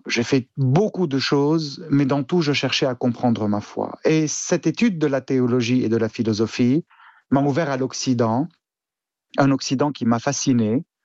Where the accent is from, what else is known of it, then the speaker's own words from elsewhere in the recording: Beirut, Beirut Governorate, Lebanon; moved away as an adult; je suis né dans la guerre. Je suis né dans la partie chrétienne de Beyrouth, où j'ai habité ma vie lorsque je vivais au Liban, c'est-à-dire mes 24 premières années.